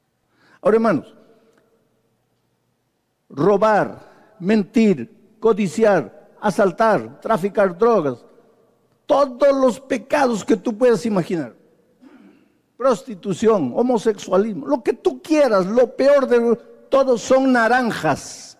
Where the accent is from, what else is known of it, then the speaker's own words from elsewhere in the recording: Peru; Soy rubio cuando soy cholo, peruano, descendiente de incas.